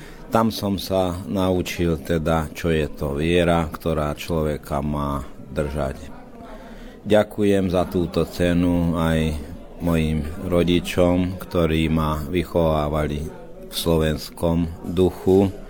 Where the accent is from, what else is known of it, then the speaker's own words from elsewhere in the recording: Tótkomlós, Békés, Hungary; ja som sa narodil v Komloši v slovenskej roľníckej rodine a žil som na Sálaši. To znamená, že v úplnom slovenskom prostredí